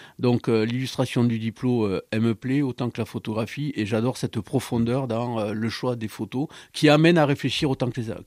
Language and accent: French; Occitanie, France; moved away as an adult; also born or lived in Paris; je suis carcassonnais, j'ai grandi à Côte-Minervois, je suis vraiment quelqu'un de l'Aude. J'ai quitté Paris vers la vingtaine, je me suis formé énormément sur Paris